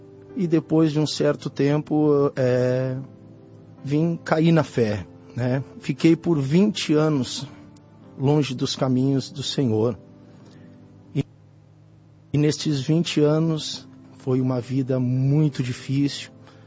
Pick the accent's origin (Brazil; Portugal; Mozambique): Brazil; Guaíba, Rio Grande do Sul; sou de Guaíba, estado de Rio Grande do Sul, Grande Porto Alegre.